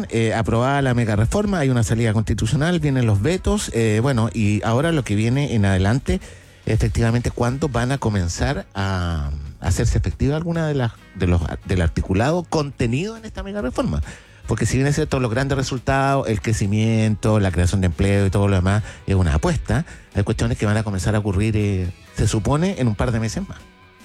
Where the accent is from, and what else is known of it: Santiago, Santiago Metropolitan Region, Chile; born or raised there